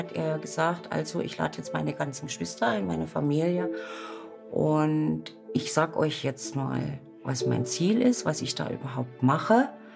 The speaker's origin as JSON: {"language": "German", "town": "Gotha", "region": "Thuringia", "country": "Germany", "said": "Ich bin aus Gotha bei Erfurt. Da komme ich her"}